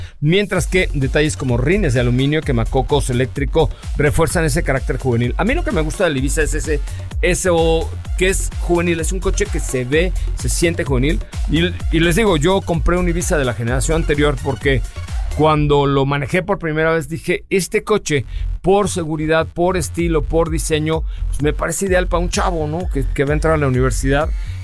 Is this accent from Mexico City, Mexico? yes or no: yes; Mexico City, Mexico; born there; Y yo que soy de allá, imagínese usted, me veía yo, pero perfecto. Sí, de allá soy, nací en la colonia Roma.